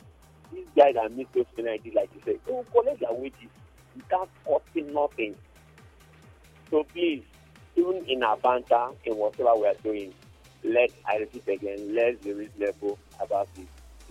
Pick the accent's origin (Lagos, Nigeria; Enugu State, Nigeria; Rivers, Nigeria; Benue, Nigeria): Rivers, Nigeria; Port Harcourt; so I grew up in Diobu.